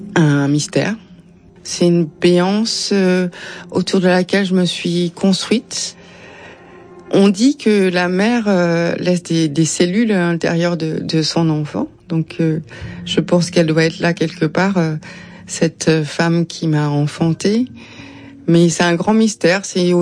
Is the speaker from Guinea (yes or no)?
no; France; accent: French; J'ai un peu honte de mon accent de française. Par contre, si vous me mettez en pleine campagne au Vietnam, je me débrouille très très bien.